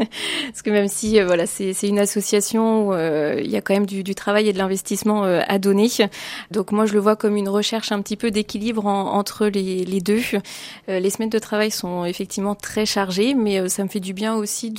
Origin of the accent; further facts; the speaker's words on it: Pays de la Loire, France; now in Blois, France; Je suis pas originaire du Loir-et-Cher, mais de l'Anjou.